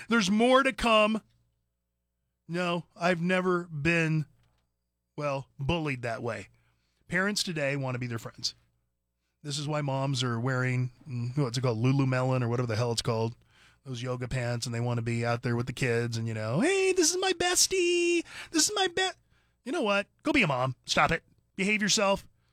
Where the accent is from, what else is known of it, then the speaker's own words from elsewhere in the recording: Merced, California, United States; I grew up in California. I grew up in a town called Merced, about 40 miles north of Fresno in the San Joaquin Valley, Central Valley.